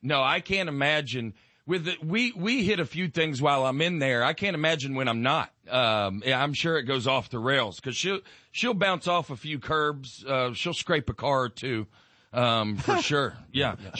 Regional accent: Harvest, Alabama, United States; now in Nashville, United States; I grew up about 12 miles outside of Huntsville, a great little place called Harves

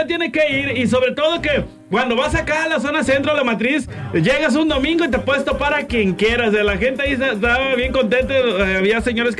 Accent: Tampico, Tamaulipas, Mexico; now in Ciudad del Carmen, Mexico; es que yo soy de aquí de Tampico, pero pues yo ya radico, ya tengo varios años también allá en Ciudad del Carmen, Campeche

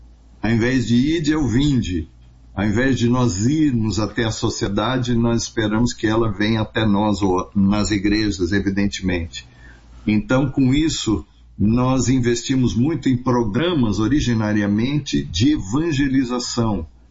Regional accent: Brazil; now in Portugal

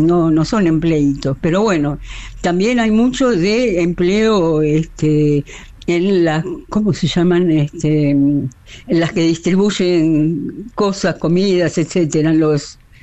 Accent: Buenos Aires, Argentina; now in Brazil; yo soy porteña de Buenos Aires

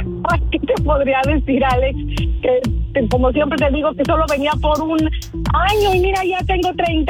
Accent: Mexico; moved away; Un día salí de México, pero México nunca salió de mí.

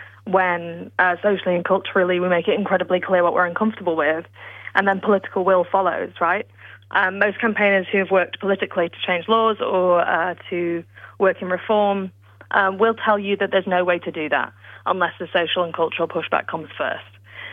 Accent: United Kingdom; accent: British; now in Australia; I'm British, as you can tell by my accent

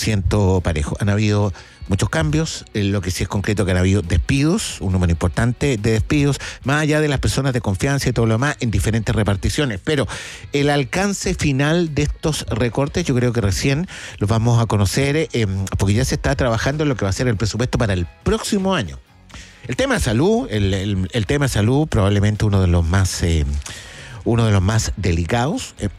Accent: Chile; ¿Somos racistas los chilenos, no? Yo creo que sí.

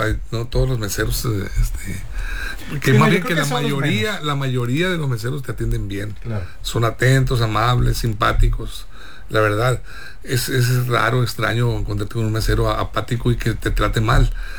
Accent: Guamúchil, Sinaloa, Mexico; en Guamúchil, Sinaloa, mi tierra

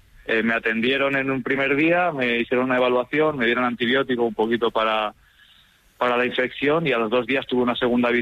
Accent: Zamora, Castile and León, Spain; now in Barcelona, Spain

